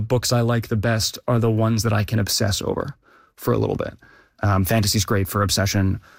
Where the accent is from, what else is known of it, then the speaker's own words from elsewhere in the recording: Canada; One of the things I really liked about it as a Canadian was it spent a lot of time talking about indigenous cultures here